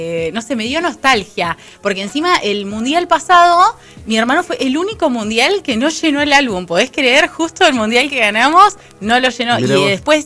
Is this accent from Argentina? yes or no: yes; Argentina; es algo que nos recontra identifica como argentinos